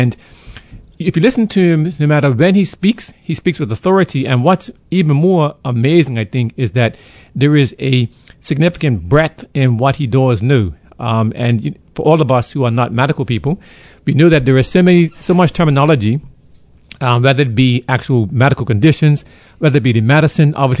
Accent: Bermuda; I was born in Bermuda, but more importantly, I was formed by her people, by your resilience, your warmth, your quiet strength

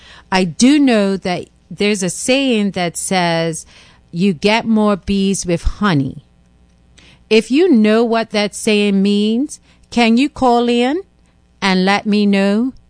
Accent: Bermuda; But do I want the automation to talk in our Bermudian vernacular?

